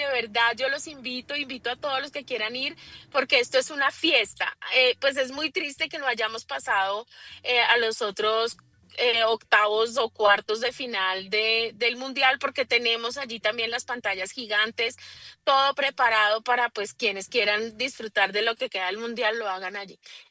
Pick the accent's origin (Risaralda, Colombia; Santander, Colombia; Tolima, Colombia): Santander, Colombia; No soy paisa, soy santandereana, orgullosamente santandereana.